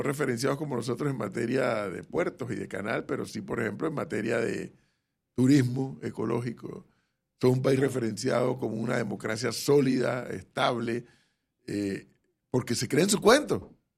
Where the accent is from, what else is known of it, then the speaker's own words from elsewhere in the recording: Panama; yo sí insisto acá en Panamá